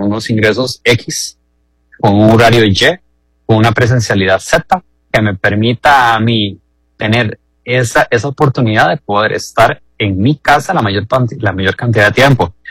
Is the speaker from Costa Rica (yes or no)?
yes; Heredia, Costa Rica; now in Alajuela, Costa Rica; A pesar de que yo soy herediano, yo vivo en Alajuela.